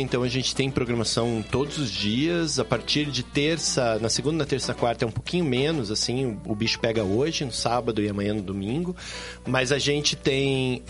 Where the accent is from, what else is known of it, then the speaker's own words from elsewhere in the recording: Pinhais, Paraná, Brazil; eu sou de Pinhais